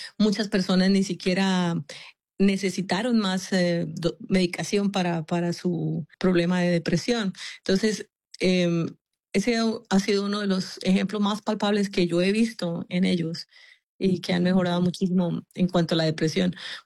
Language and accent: Spanish; Colombia; Yo soy de Colombia.